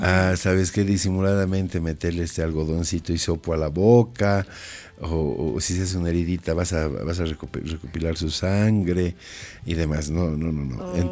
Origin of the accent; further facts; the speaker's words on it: Bolivia; somos bolivianos